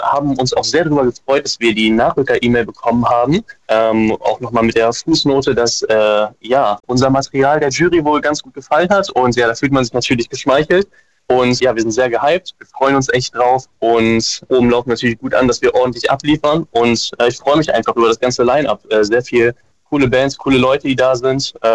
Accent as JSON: {"language": "German", "town": "Braunschweig", "region": "Lower Saxony", "country": "Germany", "said": "Wir kommen aus Braunschweig und Umgebung."}